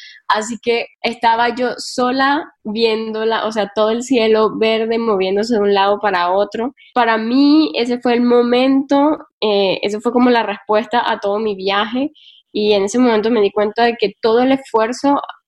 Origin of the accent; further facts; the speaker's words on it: Caribbean Region, Colombia; yo vengo del Caribe, de Colombia